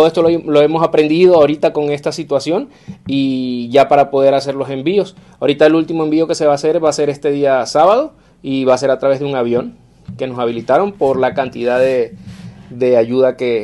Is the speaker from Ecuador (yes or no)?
no; Venezuela; now in Tijuana, Mexico; Nosotros como comunidad venezolana